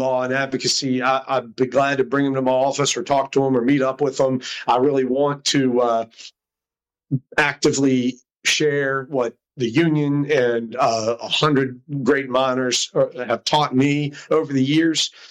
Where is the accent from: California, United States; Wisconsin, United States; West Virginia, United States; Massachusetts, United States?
West Virginia, United States; Morgantown; born there; Well, I was born in Morgantown, and my mom's from Greenbrier County, more far southern, Nicholas Greenbrier areas. My dad's from up in Altoona, PA, railroad country. And they met up around Morgantown, so that's where I came into the picture.